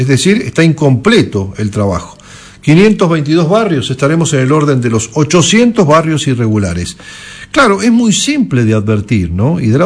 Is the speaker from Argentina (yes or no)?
yes; Mendoza, Argentina; Eso son todas cuestiones ambientales que tenemos que replantearnos como mendocinos.